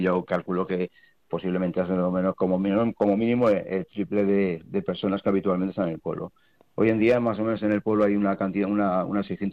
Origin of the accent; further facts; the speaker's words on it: Barcelona, Catalonia, Spain; born there; yo ya soy nacido en Barcelona, pero bueno, me ha tirado mi mujer es de aquí de Puebla del Maestre, mis padres, mis abuelos.